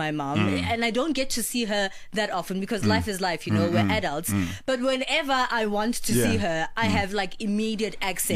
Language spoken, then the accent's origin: English; South Africa; Like, I'm South African, it doesn't matter where I am in the world.